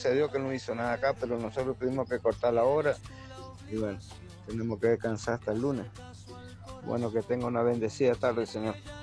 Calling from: Posadas, Misiones, Argentina; Yo soy el de Posada Misión, el molestoso de siempre.

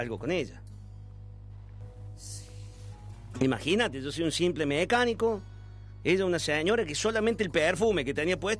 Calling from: General Pico, La Pampa, Argentina; Hola chicos … de General Pico. Estamos con mi hija Kim ahí escuchando tu programa

